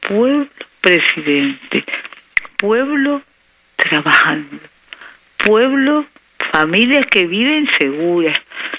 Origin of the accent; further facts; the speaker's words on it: Nicaragua; avanzar como pueblo nicaragüense cristiano, socialista, solidario